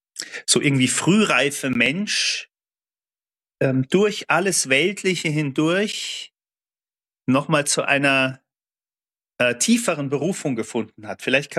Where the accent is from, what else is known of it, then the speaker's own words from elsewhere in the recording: Saarbrücken, Saarland, Germany; das bei uns im Saarland etwa 20 Kilometer entfernt von meinem Heimathaus in Saarbrücken gelegen ist, in Buß bei Völklingen.